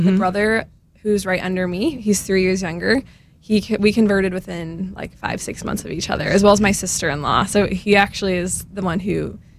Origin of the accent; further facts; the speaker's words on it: St. Louis, Missouri, United States; I'm from St. Louis, but after I graduated high school, I moved away for about 8 years, and I just moved back last year